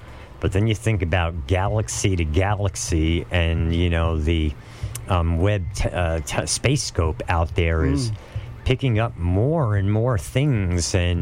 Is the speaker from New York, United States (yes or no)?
yes; New York City, New York, United States; I know growing up in New York City, there were over 30 humans in my age range